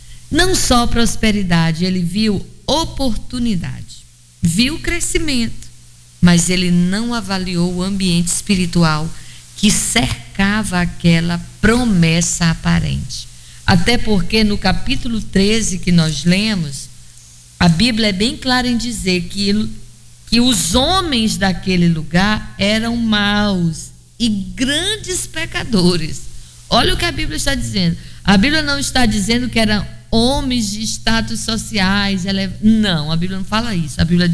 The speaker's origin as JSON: {"language": "Portuguese", "town": "Vitória do Mearim", "region": "Maranhão", "country": "Brazil", "tie": "born there"}